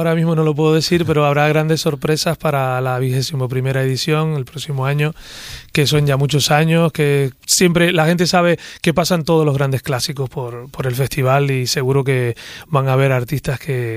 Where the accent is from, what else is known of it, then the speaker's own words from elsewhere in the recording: Santa Cruz de Tenerife, Canary Islands, Spain; yo creo que soy el único chicharrero que se acordó de que el próximo año son los 100 años del señor